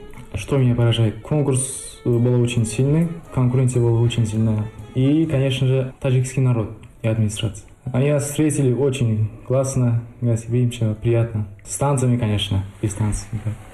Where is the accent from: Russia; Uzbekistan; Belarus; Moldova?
Uzbekistan; из Узбекистана.